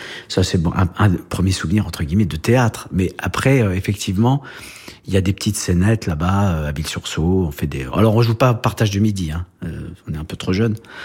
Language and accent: French; Grand Est, France; also born or lived in Saint-Dizier; j'ai grandi, je suis né en Champagne, à Saint-Dizier, mais c'est le seul endroit en Champagne où on fait pas de champagne. Et ensuite, j'ai grandi dans les Vosges, mais c'est la plaine des Vosges, il n'y a pas la montagne.